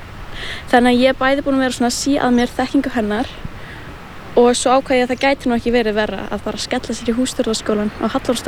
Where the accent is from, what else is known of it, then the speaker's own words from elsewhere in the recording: Húsavík, Northeastern Region, Iceland; ég er 19 ára og kem frá Húsavík.